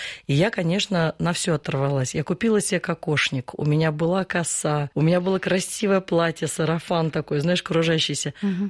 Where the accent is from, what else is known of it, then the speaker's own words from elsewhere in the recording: Russia; born there; Я родилась в России, понимаешь?